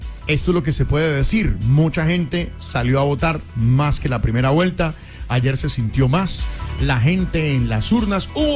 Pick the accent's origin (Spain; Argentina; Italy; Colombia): Colombia; Eso somos nosotros, los colombianos.